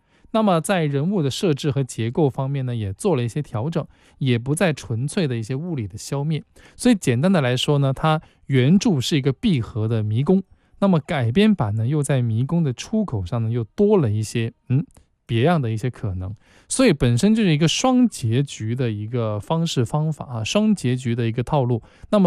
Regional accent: China; 我们中国人

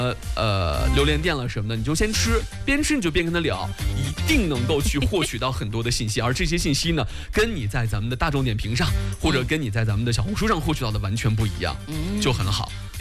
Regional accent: China; 网红打卡这个事儿，不是只有咱们中国人有

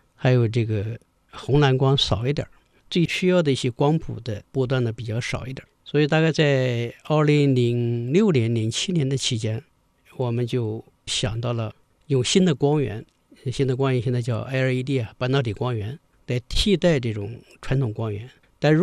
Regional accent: China

